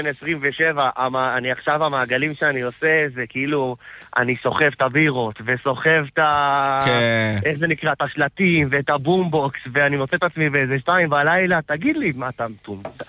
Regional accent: Rishon LeZion, Central District, Israel; אני מראשון לציון.

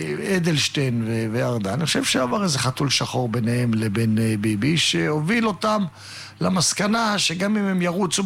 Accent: Holon, Tel Aviv District, Israel; במקום שאני גדלתי, בו אני גדלתי בחולון, בשכונת תל גיבורים

